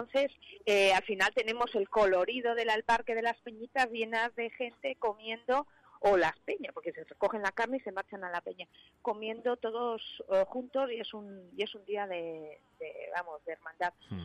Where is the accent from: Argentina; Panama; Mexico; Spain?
Spain; Duruelo, Castile and León; la hospitalidad es tremenda en la gente de mi pueblo